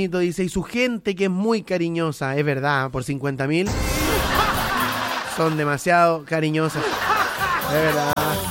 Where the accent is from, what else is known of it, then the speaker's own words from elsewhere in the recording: Chile; lo que tenemos los chilenos